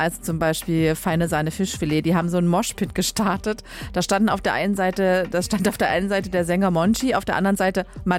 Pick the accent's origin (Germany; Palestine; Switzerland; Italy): Germany; Leipzig, Saxony; Bin ich als Leipzigerin ja kurz ein bisschen, naja, sächsische Provinz ist Leipzig jetzt nicht.